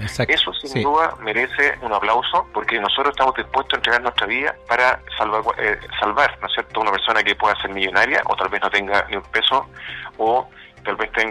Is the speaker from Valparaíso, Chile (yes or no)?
no; Rancagua, O'Higgins, Chile; vengo de la región de O'Higgins, del puerto de Rancagua